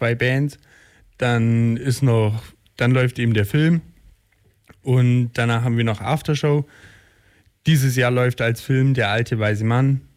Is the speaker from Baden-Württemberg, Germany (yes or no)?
yes; Dornstadt, Baden-Württemberg, Germany; ich komme aus Thomerding, ich weiß noch früher als Kind, wenn ich im Bett lag, dann habe ich durchs Fenster immer noch das Obstwiesenfestival gehört.